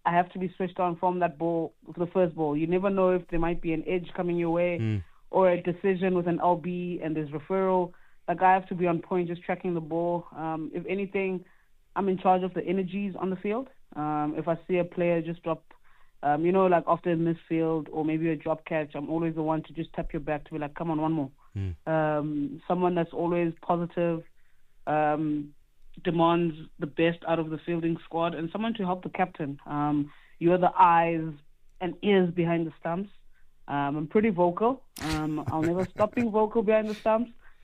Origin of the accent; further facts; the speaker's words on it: Kugompo, Eastern Cape, South Africa; But growing up in Kugompo was always like a challenge, because like I feel like all the best athletes come from the Eastern Cape.